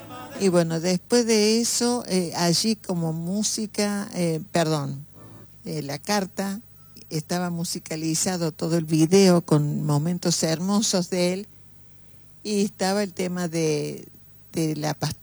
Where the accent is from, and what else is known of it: Argentina